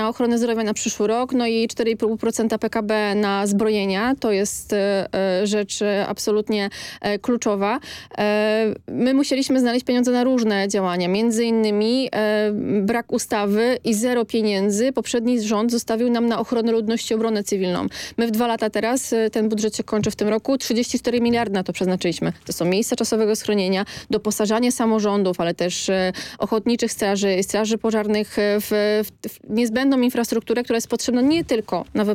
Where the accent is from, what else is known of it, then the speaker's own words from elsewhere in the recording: Lower Silesian Voivodeship, Poland; Jestem z Dolnego Śląska.